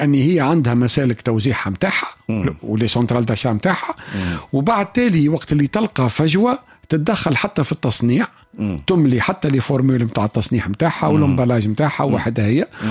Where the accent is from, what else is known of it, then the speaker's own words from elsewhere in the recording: Tunisia; اليوم احنا ايش هي المعضله اللي عندنا في تونس؟